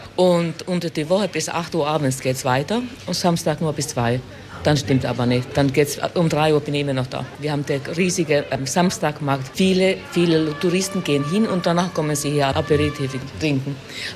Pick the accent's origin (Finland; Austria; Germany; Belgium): Finland; German is a second language; now in Bolzano, Italy; Ich komme aus Finnland, ja. Ich bin mit den drei Weihnachtsmann hier gelandet und bei geblieben einfach.